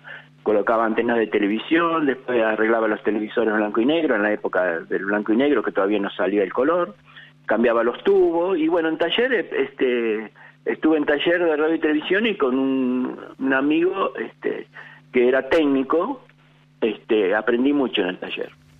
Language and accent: Spanish; Buenos Aires, Argentina; Ahora estoy en San Telmo, pero vivía en Floresta, me crié ahí en Floresta.